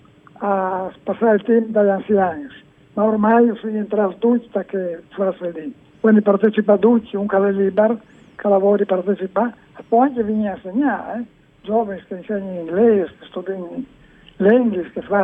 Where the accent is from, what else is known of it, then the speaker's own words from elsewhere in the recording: Palmanova, Friuli-Venezia Giulia, Italy; sono di Palma, sono del paese d'Oglie.